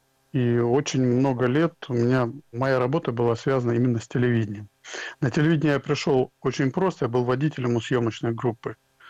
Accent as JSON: {"language": "Russian", "town": "Volgodonsk", "region": "Rostov Oblast", "country": "Russia", "tie": "born or raised there", "said": "я один из первых в моем родном городе Волгодонске, я воплотил нелинейный монтаж"}